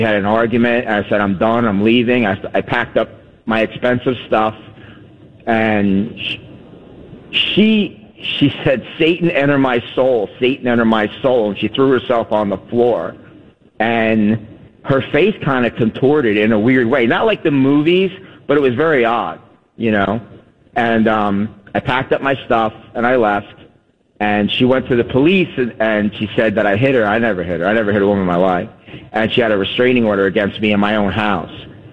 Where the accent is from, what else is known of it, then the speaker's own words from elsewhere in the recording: New Jersey, United States; you know, I grew up in New Jersey, you know, and New Jersey